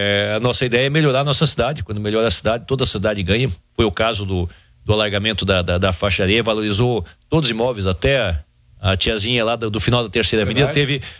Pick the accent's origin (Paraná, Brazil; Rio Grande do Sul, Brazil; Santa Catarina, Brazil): Santa Catarina, Brazil; Balneário Camboriú; born there; Eu nasci em Balneário Camboriú, né?